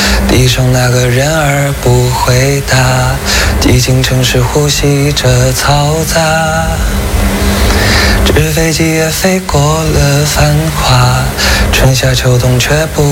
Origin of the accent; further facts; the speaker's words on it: Shaowu, Fujian, China; accent: Shaowu dialect; moved away; 因为他其实用了我们家乡的话，对，就是邵武话。